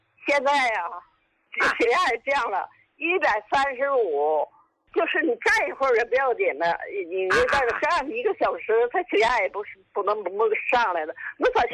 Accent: Qinhuangdao, Hebei, China; 秦皇岛的。

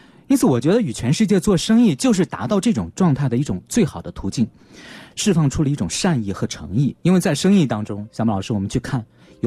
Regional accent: China

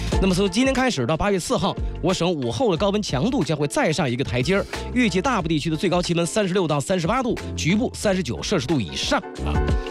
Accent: Dalian, Liaoning, China; now in Hangzhou, China; 我们家乡的朋友啊，大连的朋友啊

